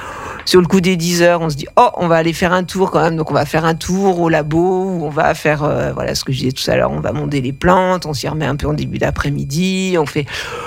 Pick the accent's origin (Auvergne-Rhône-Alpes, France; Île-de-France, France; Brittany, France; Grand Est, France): Auvergne-Rhône-Alpes, France; J'ai grandi en Savoie.